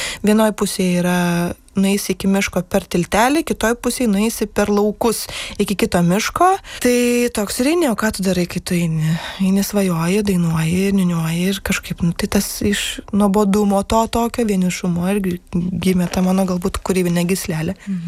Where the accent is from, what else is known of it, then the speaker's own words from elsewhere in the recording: Samogitia, Lithuania; accent: Samogitian; Aš labai daug užaugau, aš kalbu žemaitiškai ir man žemaitija yra, nu, toks mano dalykas labai